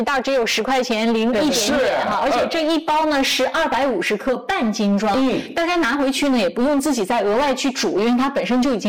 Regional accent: Dalian, Liaoning, China; 而且对于我们大连人来讲

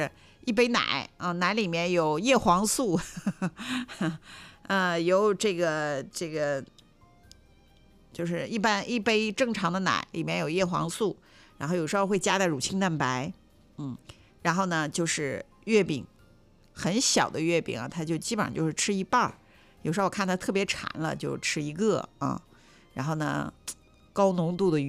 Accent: China; 我们中国人

